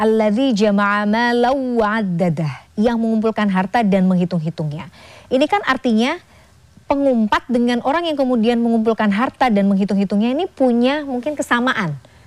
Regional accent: East Java, Indonesia; Saya Jawa Timur.

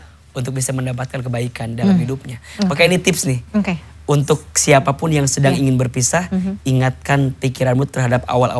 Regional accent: Garut, West Java, Indonesia; saya orang Sunda, orang Garut, istri saya orang Pamulang, orang Betawi.

